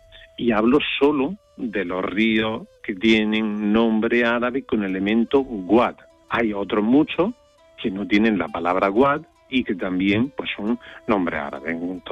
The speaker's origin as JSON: {"language": "Spanish", "town": "Jaén", "region": "Andalusia", "country": "Spain", "tie": "born or raised there", "said": "por lo menos en mi pueblo de pequeño, en Jaén, se conocía el término de azacán"}